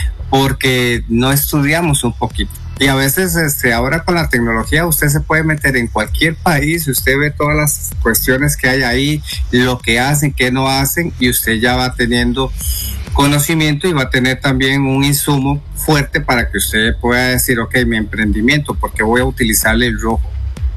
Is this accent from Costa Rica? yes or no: yes; Costa Rica; nuestra cultura, como ticos o como costarricenses